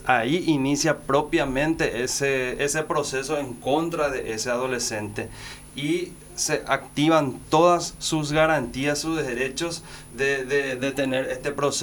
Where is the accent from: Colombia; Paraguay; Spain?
Paraguay; Asunción; moved away as an adult; now in Ñeembucú, Paraguay; soy de Asunción. En realidad vine hace 10 años al departamento de Ñemucú